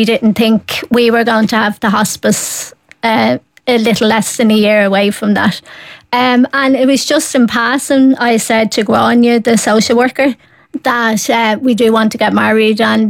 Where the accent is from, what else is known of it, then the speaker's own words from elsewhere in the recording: Wicklow, Leinster, Ireland; In Wicklow. So we're originally from Wicklow.